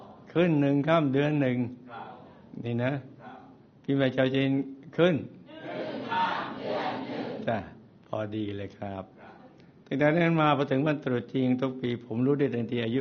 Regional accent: Tha Chalong, Samut Sakhon, Thailand; ผมเกิดแล้วเติบโตในครอบครัวชาวจีนท่าฉลองจังหวัดสมุทรสาครบริเวณปากแม่น้ำท่าจีนชีวิตวัยเด็กของผมจึงคุ้นเคยกับสายน้ำและกลิ่นอายทะเลตั้งแต่จำความได้ครับ

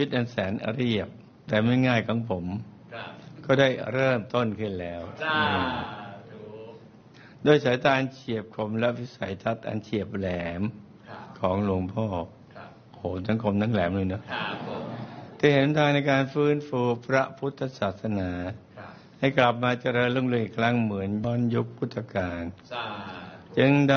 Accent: Thailand; ผมจึงได้รับภารกิจให้กลับบ้านเกิดไปจัดงานบวชที่จังหวัดอุตรดิตถ์

